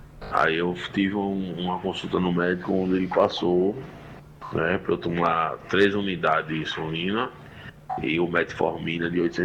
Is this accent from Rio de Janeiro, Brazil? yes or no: no; Santa Cruz do Capibaribe, Pernambuco, Brazil; né? Sou aqui de Santa Cruz do Caparibe.